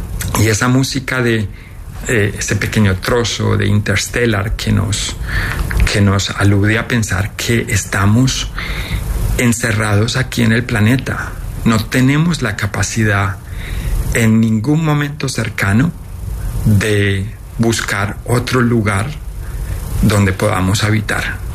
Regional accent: Colombia; como colombiano yo creo que muchos, sobre todo en mi generación, fuimos víctimas

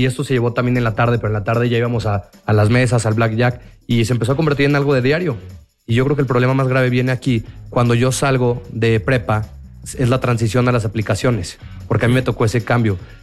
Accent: San Luis Potosí, Mexico; Yo soy de San Luis Potosí.

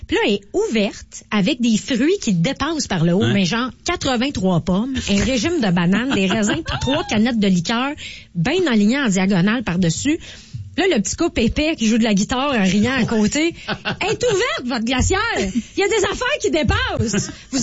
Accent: Montreal, Quebec, Canada

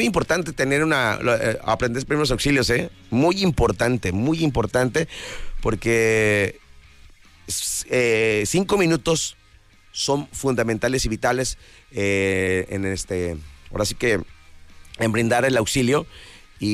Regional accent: Mexico; los mexicanos somos

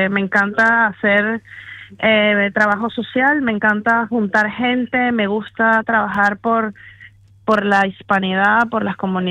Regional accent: Venezuela; now in Melbourne, Australia; todos los venezolanos

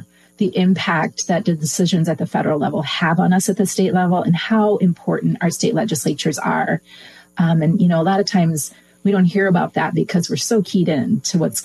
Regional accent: Michigan, United States; So I grew up in West Michigan, you know, typical blue collar family.

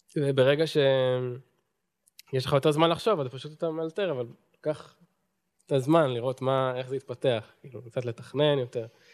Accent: Afula, Northern District, Israel; שם גדלתי.

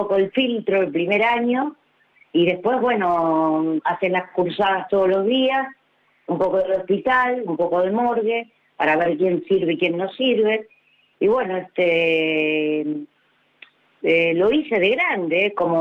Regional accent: Buenos Aires, Argentina; nací en Villa Urquiza, viví... cerca de la plaza, 30 años, y otros 30 y pico, unas cuadras más. Sí, siempre viví en Villa Urquiza.

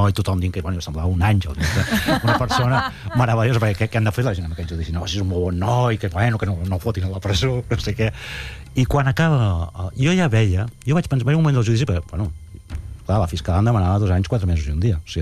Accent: Sabadell, Catalonia, Spain; a l'oficina de reclutament de Sabadell, que era d'on soc i on vivia aquell moment

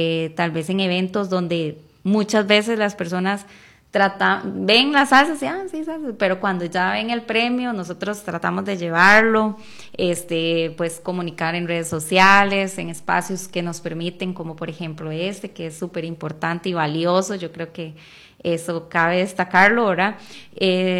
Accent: Costa Rica

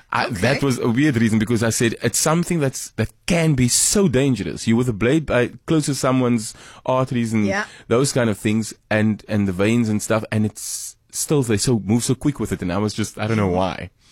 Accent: Malmesbury, Western Cape, South Africa; born or raised there

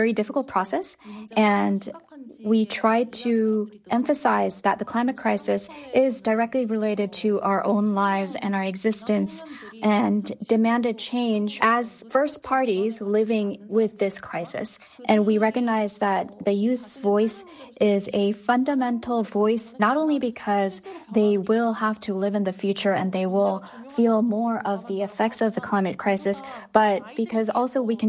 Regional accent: Seoul, South Korea; English is a second language; I was born and raised in Seoul, which is a very densely populated city.

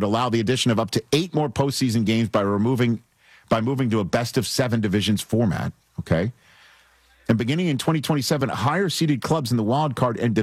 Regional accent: New York, United States

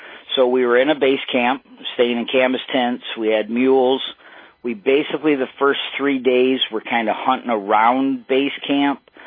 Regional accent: Michigan, United States; I grew up in Sebring on the Saginaw Bay

